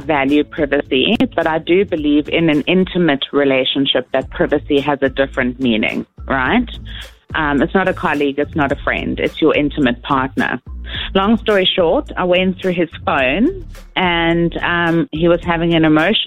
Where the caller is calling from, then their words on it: Johannesburg, Gauteng, South Africa; I'm listening from 4A's Johannesburg.